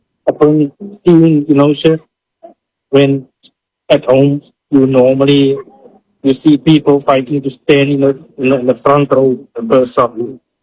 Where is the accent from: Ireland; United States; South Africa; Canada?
South Africa; Eastern Cape; I'm from the Eastern Cape, city called Tarifa, close to Port Elizabeth.